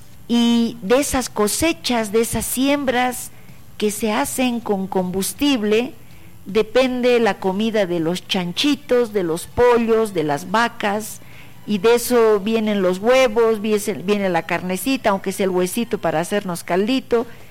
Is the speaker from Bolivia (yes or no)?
yes; Bolivia